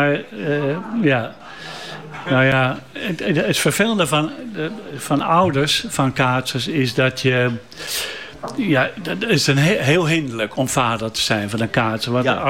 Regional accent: Groningen, Netherlands; now in Witmarsum, Netherlands; In het dorp... ik ben daar gekomen vanuit Groningen. En er werd in Witmarsum alleen maar gekaatst.

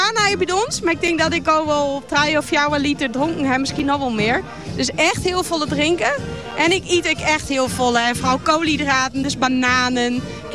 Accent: Friesland, Netherlands; En ik denk dat wij daar als Friesen heel goed in binnen.

